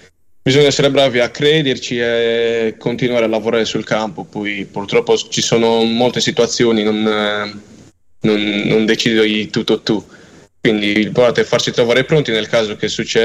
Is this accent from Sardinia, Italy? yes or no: yes; Ossi, Sardinia, Italy; essendo di Ossi, avendo giocato praticamente sempre a Ossi